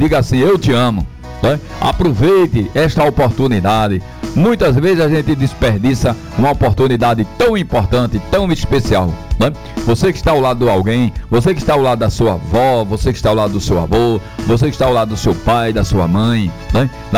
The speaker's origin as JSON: {"language": "Portuguese", "town": "Caruaru", "region": "Pernambuco", "country": "Brazil", "tie": "born there", "said": "matuto de Terra Vermelha, nasci lá nas Brenhas, lá no cantinho de Caruaru. Mas a cidade que eu amo é Senhoró, é a minha cidade especial."}